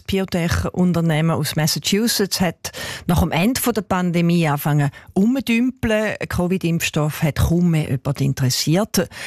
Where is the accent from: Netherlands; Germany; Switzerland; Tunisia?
Switzerland; Ja, gerade bei uns in der Schweiz. Wir sind ein Hochrisikoland, was Hautkrebs angeht.